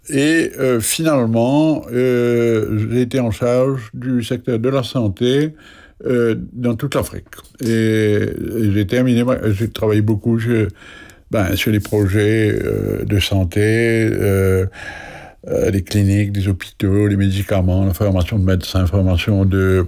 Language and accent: French; Quatre Bornes, Plaines Wilhems, Mauritius; moved away as an adult; now in France; Je suis né à l'île Maurice. J'ai habité mon enfance à Quatre-Bonnes et ensuite j'ai travaillé à l'île Maurice comme professeur pendant